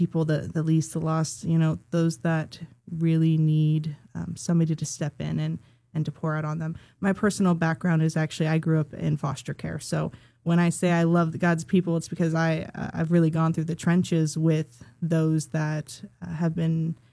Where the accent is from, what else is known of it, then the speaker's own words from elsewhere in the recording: Santa Rosa, California, United States; now in Sacramento, United States; Actually, I am born and raised from Sonoma County. I I grew up in Santa Rosa predominantly. And so coming out here to Sacramento